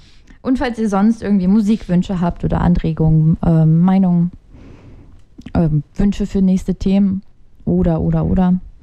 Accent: Chernihiv, Chernihiv Oblast, Ukraine; moved away; ich komme aus Tschernihiw, ich habe vor allen Dingen starke Verbindungen dahin

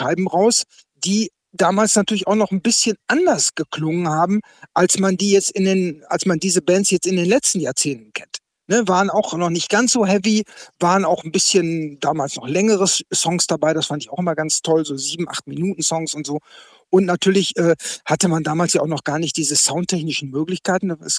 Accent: Münster, North Rhine-Westphalia, Germany; so hier in meiner Heimatstadt Münster

